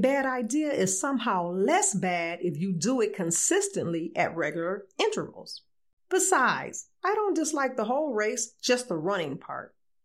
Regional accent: Illinois, United States; moved away; The race is in my hometown in Illinois

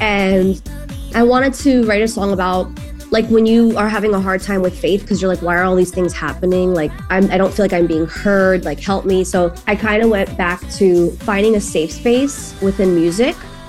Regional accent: New York City, New York, United States; when I was growing up in New York, everybody had these nice backyards and my dad was growing, cause he grew up with a farmer dad, growing tomatoes in the backyard in New York City.

